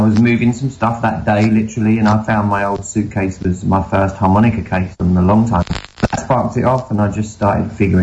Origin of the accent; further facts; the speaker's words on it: Canvey Island, East of England, United Kingdom; born there; moved away; I was born on Canvey Island.